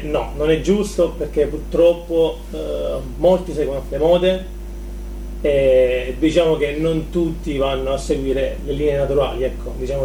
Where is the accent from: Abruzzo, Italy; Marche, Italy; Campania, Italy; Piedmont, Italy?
Abruzzo, Italy; Giulianova; now in Rome, Italy; Da, io vivo e lavoro a Roma, ma sono nato e cresciuto qui a Giulianova, quindi per me diciamo che è un onore stare qui, ecco.